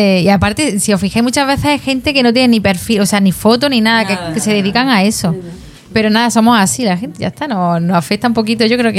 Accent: Granada, Andalusia, Spain; accent: Granada; Porque decía como que hay que ver que teniendo acento de Granada intentaba ocultarlo. Digo, yo no intento ocultarlo. Yo tengo mi acento

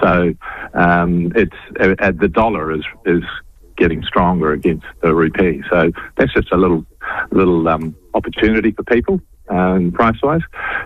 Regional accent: New Zealand; we predominantly we come from the British culture in New Zealand.

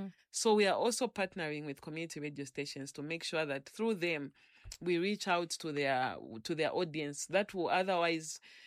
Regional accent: Lusaka, Lusaka Province, Zambia; I come from Kanyama. I have lived among my people

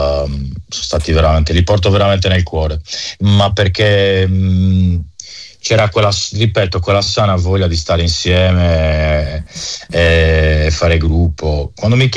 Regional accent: Sardinia, Italy; Noi dobbiamo essere orgogliosi come sardi, di avere una squadra come il Cagliari in Serie A che ha mantenuto la categoria

